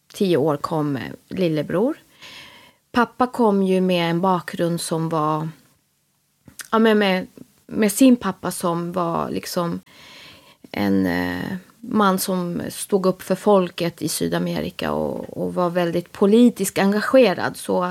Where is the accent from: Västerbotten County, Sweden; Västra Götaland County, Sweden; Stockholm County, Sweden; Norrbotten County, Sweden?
Stockholm County, Sweden; Stockholm; Född och uppvuxen i Stockholm. I södra sidan, Jordbro, Haninge. Just nu bor jag närmare i Älvsjö tillsammans med min man Leo och mina tre barn.